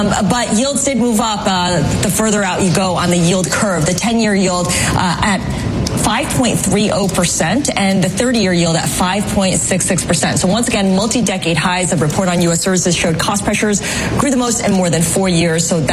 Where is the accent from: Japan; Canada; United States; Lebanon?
Canada; moved away; Right. I'm Canadian, so I will say that having moved here and coming to learn about the cost of education